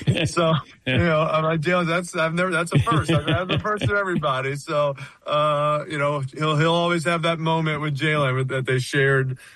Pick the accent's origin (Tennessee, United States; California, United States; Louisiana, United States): Louisiana, United States; New Orleans; I mean, I grew up in New Orleans. I knew what a parade was.